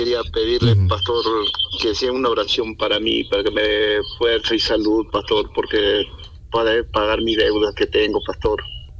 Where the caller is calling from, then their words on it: Arequipa, Peru; pastor, y llamo desde Arequipa